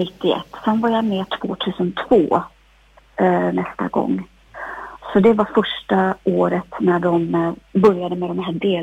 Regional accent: Östersund, Jämtland County, Sweden; vi kom ju från Jämtland, Östersund

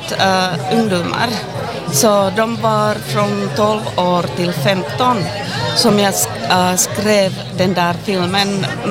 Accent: Finland; Ja, jag kommer från Finland. Så jag har bott i Sverige faktiskt.

